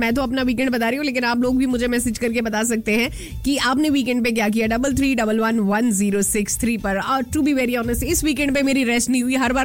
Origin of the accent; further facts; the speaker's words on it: Punjab, India; क्या है कि ठीक है, मैं पंजाबी हूँ, सबको लगता है कि भाई जब ब्रेकफास्ट की बात आती है तो मेरे को हर टाइम आलू के पराठे चाहिए।